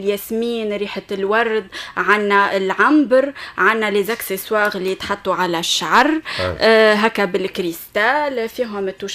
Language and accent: Arabic; Tunisia; انا تونسيه قريت في المعهد العالي للمحاسبه واداره المؤسسات في منوبه.